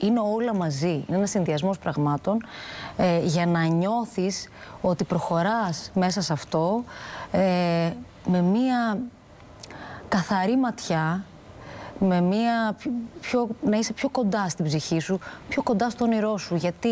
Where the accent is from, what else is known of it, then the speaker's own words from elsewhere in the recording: Thessaloniki, Central Macedonia, Greece; moved away as an adult; now in Athens, Greece; Τη Θεσσαλονίκη δεν το συζητώ, είναι η ψυχή μου, η πατρίδα μου, εκεί επιστρέφω πάντα και εκεί θα επιστρέφω πάντα.